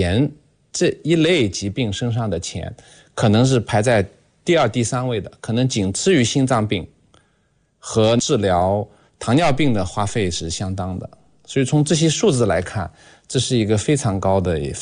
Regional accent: China

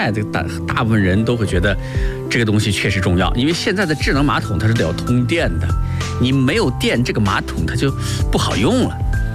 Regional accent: China; 我们中国人家庭

